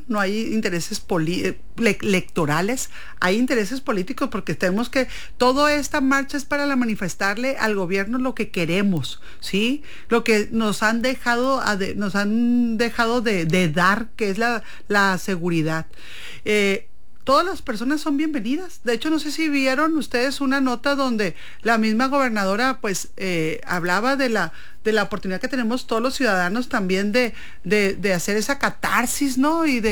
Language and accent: Spanish; Sinaloa, Mexico; Pues, demostrar quiénes somos los sinaloenses.